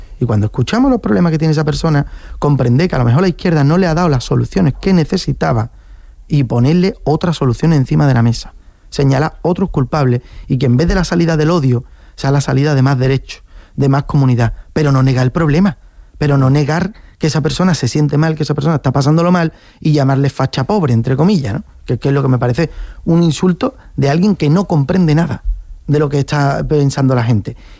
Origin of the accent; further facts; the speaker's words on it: Jerez de la Frontera, Andalusia, Spain; Yo soy de Jerez, la Berza